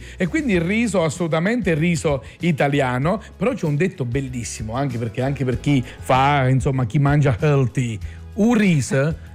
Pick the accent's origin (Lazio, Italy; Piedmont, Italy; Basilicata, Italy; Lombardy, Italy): Basilicata, Italy; moved away; io torno sempre in Basilicata, ho ancora il ristorante, sono ancora un oste ogni qualvolta posso, quindi in genere il fine settimana torno a casa